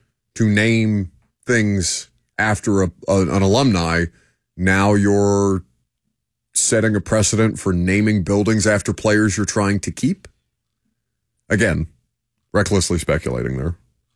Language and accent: English; Dallas, Texas, United States; I'm from Dallas. I'm a Dallas kid born and raised.